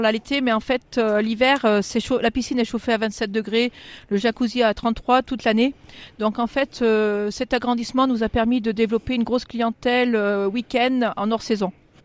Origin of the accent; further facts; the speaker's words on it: Noirétable, Auvergne-Rhône-Alpes, France; now in Tence, France; Non, on est du Forêt tous les deux, donc moi de Noirétable et mon mari de Sauvin.